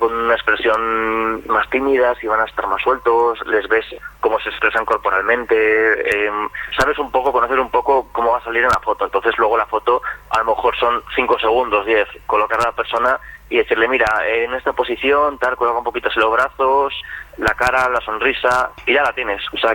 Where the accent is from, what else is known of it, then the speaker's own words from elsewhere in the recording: El Burgo de Osma, Castile and León, Spain; mi pueblo, que es el Burgo de Osma.